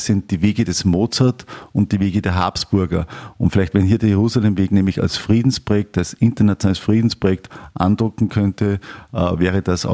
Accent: Upper Austria, Austria; für mich als Oberösterreicher

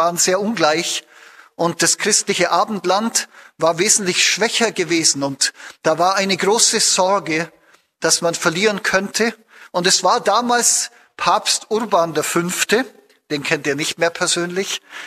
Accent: Bavaria, Germany; moved away as an adult; now in Austria; Ich komme ja aus Bayern, bin gerade als Missionar frisch hierher gekommen nach Österreich

